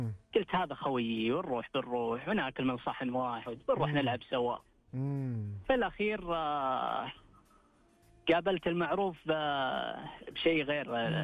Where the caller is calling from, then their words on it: Riyadh, Riyadh Province, Saudi Arabia; اكلمك من الرياض